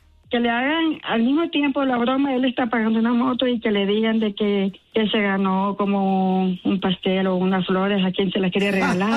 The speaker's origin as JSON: {"language": "Spanish", "country": "Honduras", "said": "No, soy hondureña, pero soy mujer de un solo hombre"}